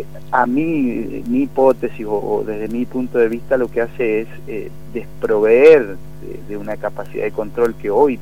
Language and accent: Spanish; Malargüe, Mendoza, Argentina; hablo de Malargüe porque por ahí es el lugar donde desde que provengo y el que más trabajo yo